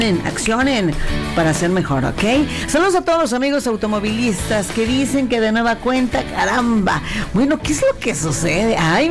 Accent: Mexico

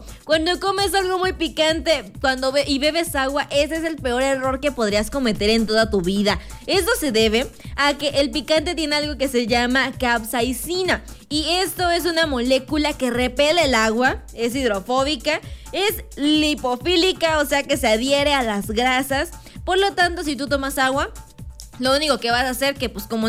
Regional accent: Mexico; somos mexicanos

